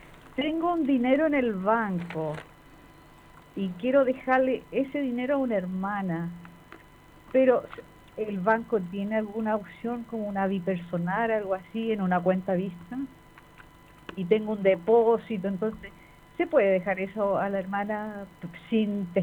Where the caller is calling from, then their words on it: Viña del Mar, Valparaíso, Chile; Acá, del Centro Viña.